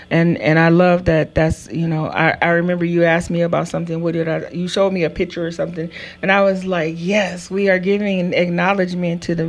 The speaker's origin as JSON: {"language": "English", "town": "Chino", "region": "California", "country": "United States", "tie": "born or raised there", "said": "So Chino, that's in my hometown."}